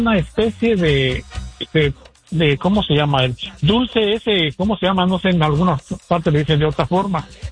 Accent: Guanajuato, Mexico; now in Westminster, United States; en mi tierra, en Guanajuato

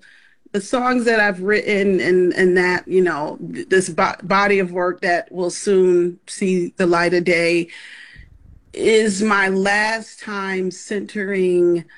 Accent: Rochester, New York, United States; I'm just ready to have a blackety black show in Rochester, my hometown.

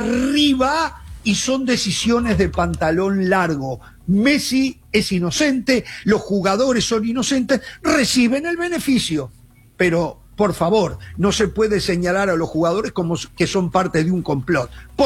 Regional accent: Uruguay; Pereira, soy uruguayo, los argentinos lo tienen así, nosotros lo tenemos así

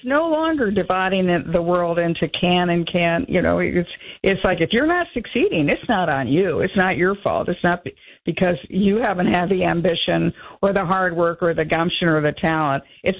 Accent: New York City, New York, United States; I'm a New Yorker

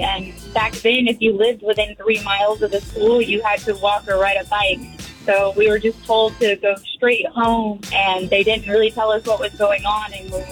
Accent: Houston, Texas, United States; So I grew up in Houston

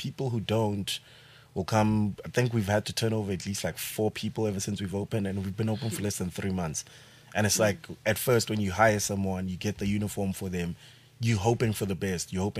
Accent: Soweto, Gauteng, South Africa; I grew up in Soweto.

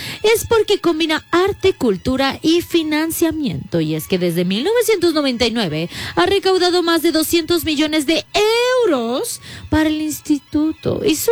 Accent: Spain; Es Shrek. Es que yo vengo de España.

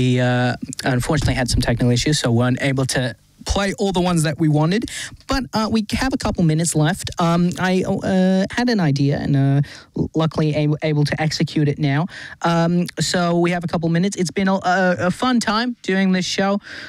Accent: Pakistan; moved away; I am originally Pakistani.

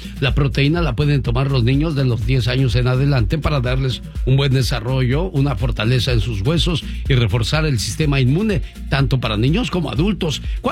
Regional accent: Mexico City, Mexico; Aquí desde la colonia Armadura. Pásenle y siéntense. Es que somos chilangos, por eso aventamos los saludos así.

